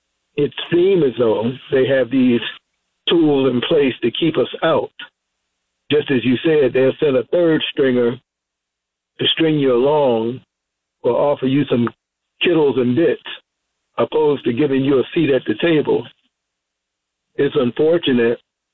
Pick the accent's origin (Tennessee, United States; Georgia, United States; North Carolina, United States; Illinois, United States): Illinois, United States; Chicago; I'm a Chicagoan as well, born and raised in Chicago.